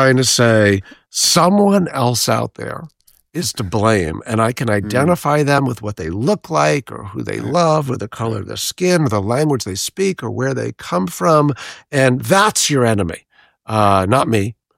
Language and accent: English; New York, United States; So I'm a New Yorker through and through. I'm a fourth generation New Yorker. And I grew up in New York